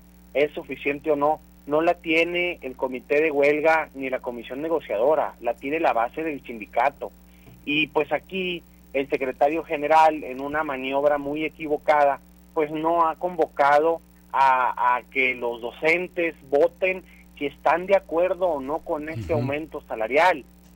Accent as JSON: {"language": "Spanish", "region": "Sonora", "country": "Mexico", "said": "como alumno de la Universidad de Sonora, como sonorense"}